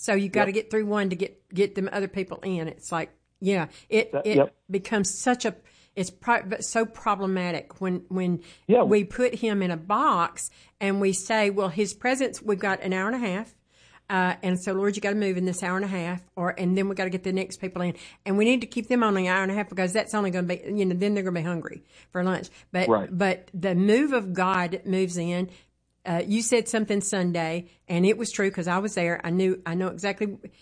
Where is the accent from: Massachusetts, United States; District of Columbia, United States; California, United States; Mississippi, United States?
Mississippi, United States; Mississippi, because, you know, that's my home state.